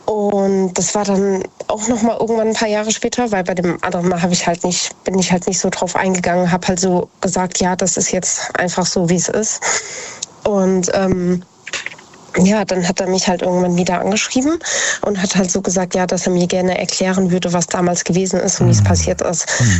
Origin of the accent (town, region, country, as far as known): Idstein, Hesse, Germany; born or raised there